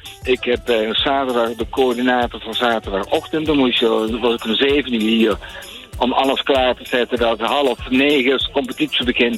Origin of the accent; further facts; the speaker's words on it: Wijchen, Gelderland, Netherlands; moved away; dat heb ik vroeger wel gedaan in Wijchen, waar ik geboren ben